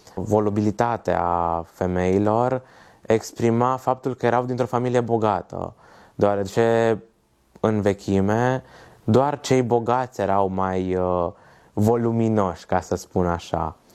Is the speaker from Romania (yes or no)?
yes; Banat, Romania; Satul din care provin eu este un fost sat nemțesc în care nu au fost bănățeni Bănățeni nativi.